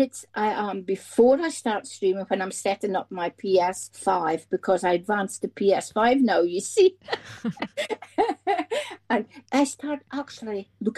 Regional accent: Scotland, United Kingdom; and two comes from USA, and I'm obviously from Scotland, and I've two from England.

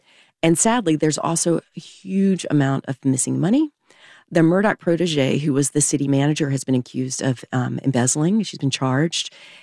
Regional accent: the South, United States; I was bound and determined as a Southerner myself

